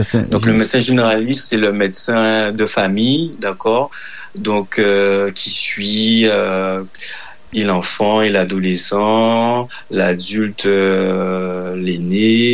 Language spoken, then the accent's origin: French; Baillif, Guadeloupe; moved away as an adult